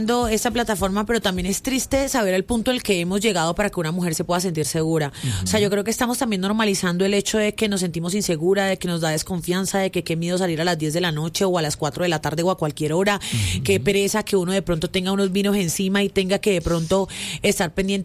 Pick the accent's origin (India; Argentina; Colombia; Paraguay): Colombia; es que como todo colombiano y como aquí hay tanta vaina, uno, uh-huh, como dicen por ahí, echa la ley, echa la trampa.